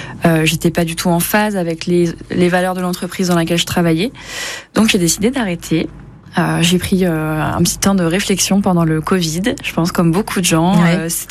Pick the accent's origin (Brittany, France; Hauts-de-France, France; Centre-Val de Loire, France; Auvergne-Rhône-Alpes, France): Brittany, France; Saint-Malo; Je suis originaire de Bretagne. De Saint-Malo plus précisément.